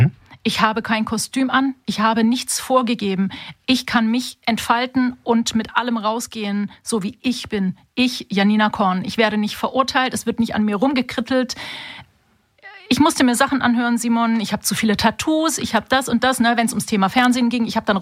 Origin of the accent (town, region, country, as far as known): Stuttgart, Baden-Württemberg, Germany; born or raised there